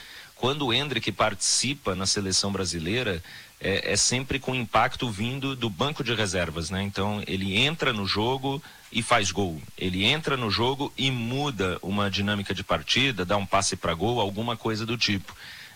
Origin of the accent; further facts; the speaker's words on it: Brazil; Então, eu sou brasileiro e agora é o meu momento aqui de ter minha autoestima revigorada, ter a minha identificação com uma das coisas mais importantes do nosso país, né?